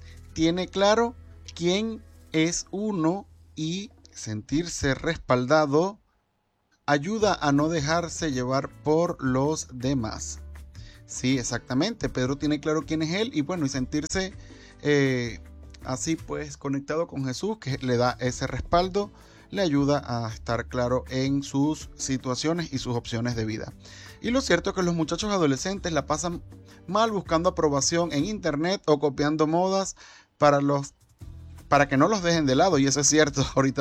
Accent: Eastern Venezuela, Venezuela

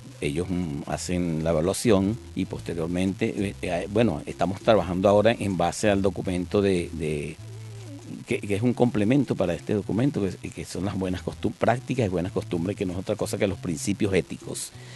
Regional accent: Lara, Venezuela

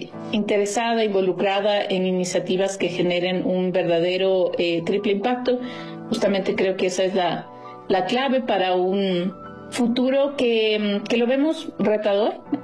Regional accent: Ecuador; es una mujer ecuatoriana, pero en muchos casos me siento más latinoamericana

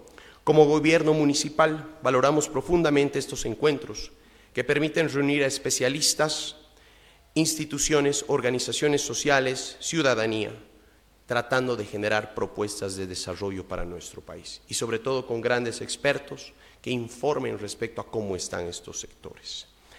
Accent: Bolivia; nosotros como bolivianos

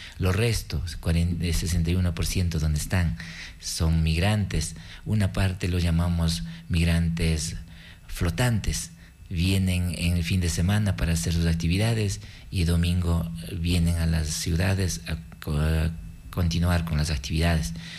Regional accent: Cotopaxi, Ecuador; la radio que sintonizábamos en nuestro territorio, yo soy de Quilotoa.

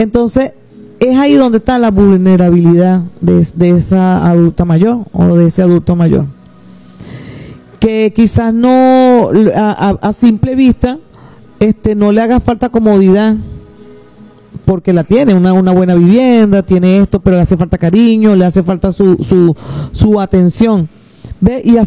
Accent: Caracas, Capital District, Venezuela; moved away as an adult; now in San Juan de los Morros, Venezuela; yo no soy de acá de San Juan, yo viví en Caracas, soy una caraqueña pendiente de San Juan de los Morros, pero bueno, las circunstancias me trajeron para acá.

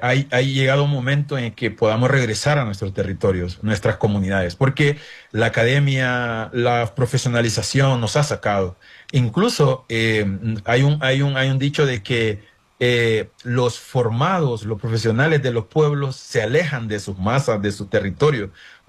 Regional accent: Iriona, Colón, Honduras; que yo nací allá en Iriona, desde ahí donde mi mamá me enseñó a sembrar yuca, a sembrar coco.

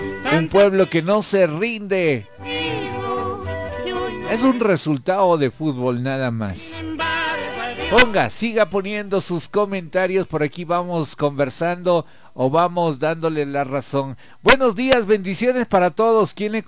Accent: Ecuador; Nos rendimos porque así somos los ecuatorianos.

